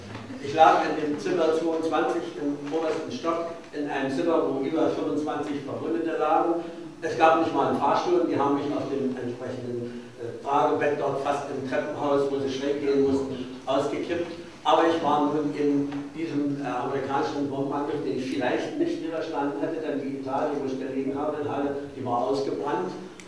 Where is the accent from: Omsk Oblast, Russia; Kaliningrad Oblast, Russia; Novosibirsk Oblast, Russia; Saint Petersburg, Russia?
Kaliningrad Oblast, Russia; Königsberg; Ich hatte 1943 in Königsberg, meiner Heimatstadt, das Abitur gemacht